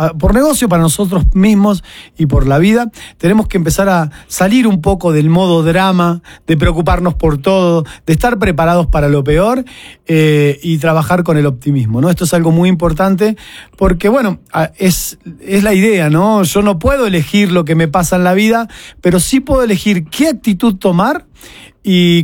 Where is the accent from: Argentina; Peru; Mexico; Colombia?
Argentina; now in Ecuador; Yo soy argentino y estoy acá en Ecuador